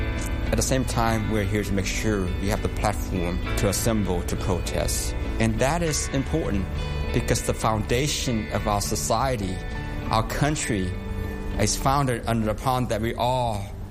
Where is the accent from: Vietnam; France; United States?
Vietnam; born there; first language Cantonese; English is a second language; moved away; even in my household, we speak Chinese, Cantonese. So it's a safe assumption I was born in Vietnam. But there was a time in the early 80s. I remember, you know, my parents kind of told us that we have to flee the country.